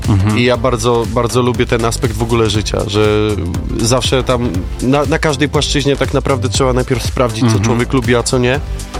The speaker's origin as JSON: {"language": "Polish", "town": "Łódź", "region": "Łódź Voivodeship", "country": "Poland", "said": "jestem bardzo dumny z tego, że jestem z Łodzi. Mm-hmm. I nie wyobrażam sobie żyć chyba poza moim miastem."}